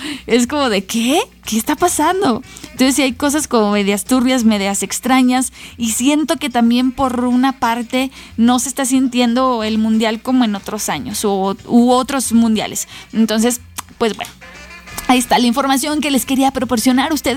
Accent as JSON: {"language": "Spanish", "country": "Mexico", "said": "no todos los mexicanos hablamos al 100% inglés"}